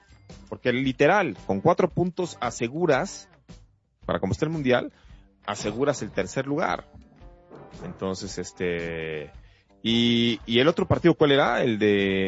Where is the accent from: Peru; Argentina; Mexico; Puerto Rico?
Mexico; Y ahora sí podemos decir para como México, como mexicanos, empieza el mundial.